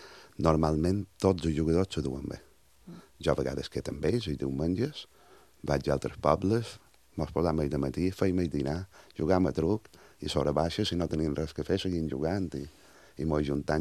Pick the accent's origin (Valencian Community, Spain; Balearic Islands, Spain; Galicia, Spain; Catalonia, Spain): Balearic Islands, Spain; Montuïri; un joc tradicional que tenim en el meu poble, que és Montuïri